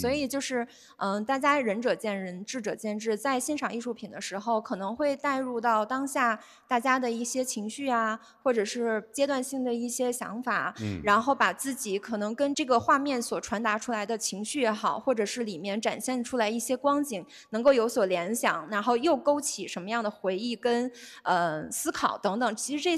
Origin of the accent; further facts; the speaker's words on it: China; 因为我们中国人自古就是有这种寄情草木的这种生命情怀